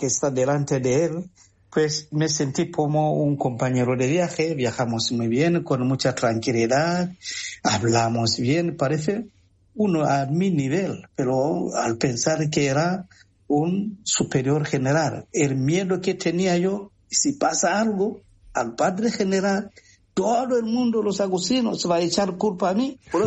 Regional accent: Tanzania; Spanish is a second language; Y llevaba párroco como 13 años en una parroquia allá en mi tierra. Pues era también la parroquia en la ciudad más importante, la ciudad muy comerciante en Tanzania.

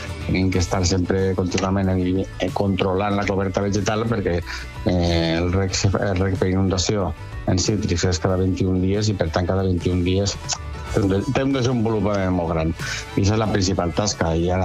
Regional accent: Vila-real, Valencian Community, Spain; jo soc llaurador de Vila-real.

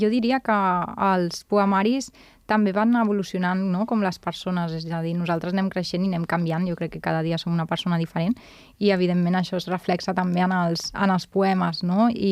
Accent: Barcelona, Catalonia, Spain; el districte de Sant Andreu, que era el meu barri.

